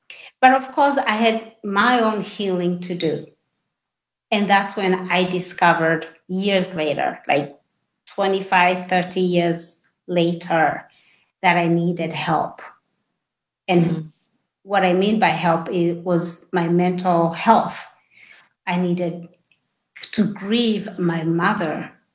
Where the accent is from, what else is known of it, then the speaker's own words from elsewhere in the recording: Kenya; I'm from Kenya and my mother was a school teacher. And I will say I was blessed to be born in that family.